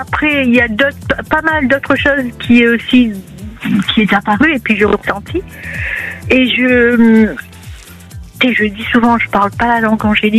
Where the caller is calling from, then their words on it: Nouvelle-Aquitaine, France; Je suis de la Nouvelle-Aquitaine.